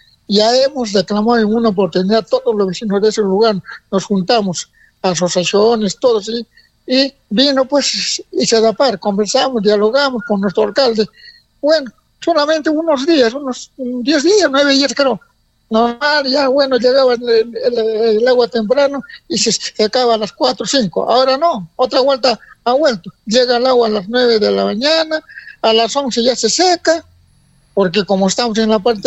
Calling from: Lima, Peru; Yo acá vivo en Socavalla, en Ampliación Socavalla, no hay agua.

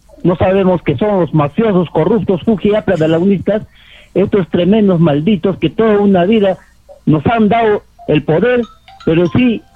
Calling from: Peru; los peruanos

